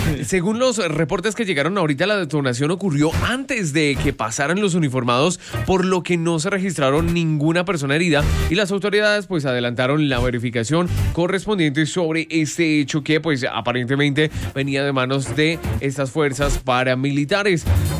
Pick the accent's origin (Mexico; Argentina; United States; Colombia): Colombia